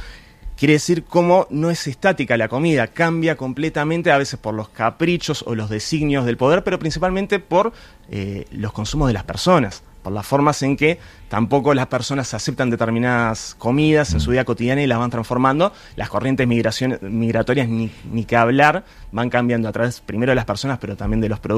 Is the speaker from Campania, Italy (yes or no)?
no; Montebelluna, Veneto, Italy; Soy de Montebelluna, que es una ciudad pequeña cerca de Treviso.